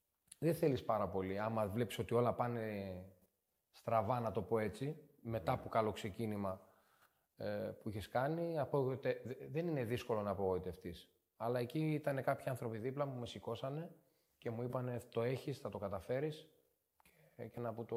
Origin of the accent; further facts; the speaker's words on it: Strymoniko, Central Macedonia, Greece; Στο χωριό μου, στο Στριμονικό, μέχρι τα 16 μου. Εκεί ξεκίνησα από μικρό παιδάκι.